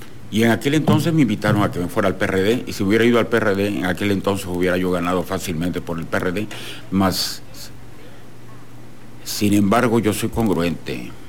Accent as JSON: {"language": "Spanish", "region": "Tabasco", "country": "Mexico", "said": "cuando yo decido regresar a vivir a Tabasco, regresé con la mira de regresar a vivir hasta morir. Porque esta es mi casa, es mi tierra, es mi agua, es mi vida."}